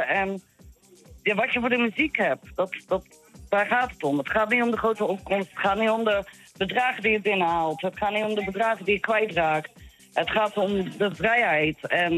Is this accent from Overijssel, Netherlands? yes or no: no; Rotterdam, South Holland, Netherlands; ik kom zelf uit Rotterdam